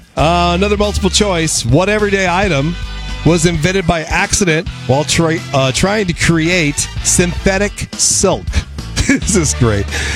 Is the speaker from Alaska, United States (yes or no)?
no; Oregon, United States; now in Tennessee, United States; this Oregon boy